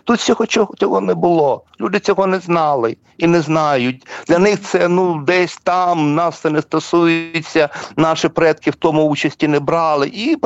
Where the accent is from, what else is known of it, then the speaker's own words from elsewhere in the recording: Chernihiv Oblast, Ukraine; ну, я з Чернігівщини